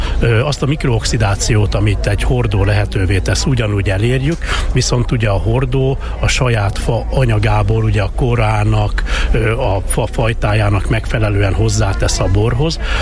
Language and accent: Hungarian; Lovas, Veszprém County, Hungary; ahol mi élünk, ahonnan mi származunk, meg ahol van a pince is, ugye Lovason az Öreghegyen, amit úgy hívnak közelebbi nevén, hogy Vámosi hegy.